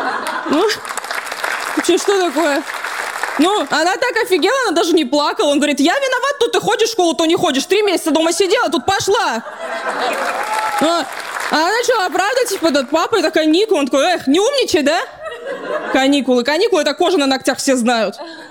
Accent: Russia; first language Russian; я азербайджанка по национальности, но всю жизнь живу в России, в русской культуре.

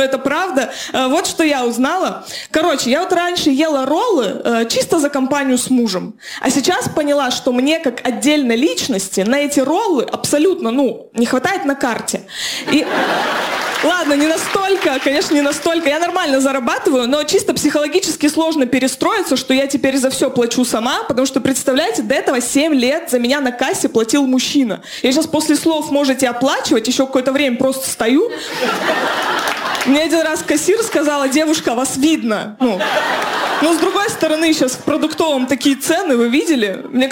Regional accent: Chelyabinsk, Chelyabinsk Oblast, Russia; я из Челябинска

